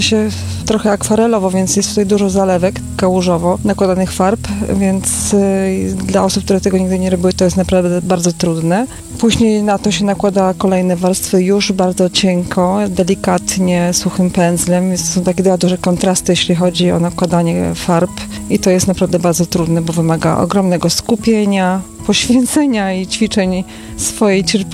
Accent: Sędziszów Małopolski, Subcarpathian Voivodeship, Poland; jestem sędziszowa Małopolskiego spod Rzeszowa.

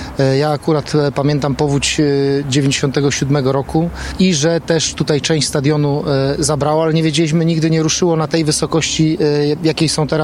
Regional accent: Bodzanów, Opole Voivodeship, Poland; Ja akurat jestem z Bodzanowa

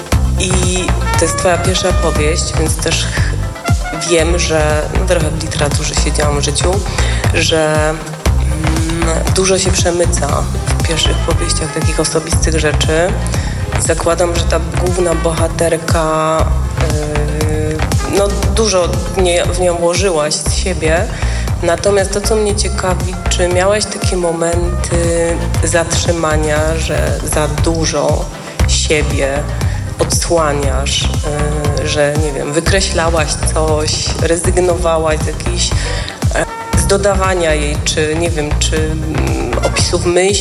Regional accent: Kraków, Lesser Poland, Poland; moved away as an adult; now in Sól, Poland; jestem rodowitą krakuską. Mieszkam tutaj od 1,5 roku w gminie Rajcza, w miejscowości Sól.

